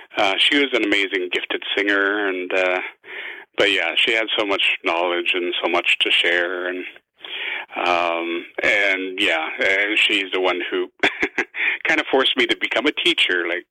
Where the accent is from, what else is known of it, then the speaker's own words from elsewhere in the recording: Vancouver, British Columbia, Canada; and I was raised here in Vancouver, the youngest of 11 children. So, I became, I guess, very urbanized